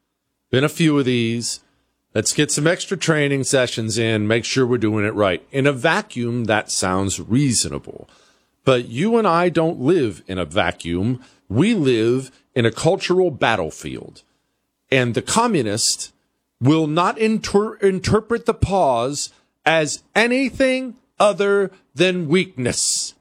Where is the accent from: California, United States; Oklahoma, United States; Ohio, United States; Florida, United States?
Oklahoma, United States; I'm from Oklahoma.